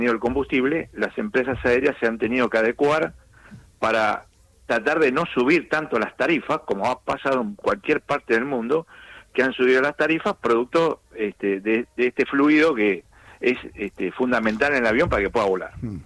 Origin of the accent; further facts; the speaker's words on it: Argentina; Y ahora sí voy a hablar, soy argentino yo también, de los argentinos.